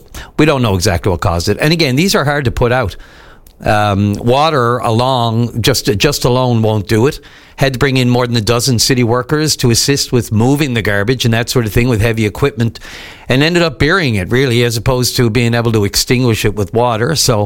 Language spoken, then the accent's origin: English; Newfoundland and Labrador, Canada; The Evans, longtime neighbors, friends of mine growing up in the West End.